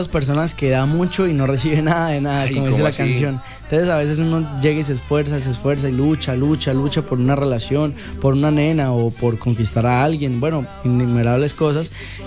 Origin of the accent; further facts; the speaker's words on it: Florencia, Caquetá, Colombia; yo soy del Caquetá, imagínate, de Florencia